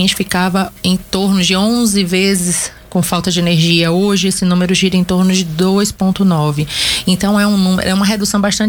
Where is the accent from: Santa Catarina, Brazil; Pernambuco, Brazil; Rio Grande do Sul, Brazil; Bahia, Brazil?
Bahia, Brazil; born there; moved away as an adult; now in Goiás, Brazil; Morei muitos anos lá, morei maior parte da minha vida na Bahia, gosto bastante de lá.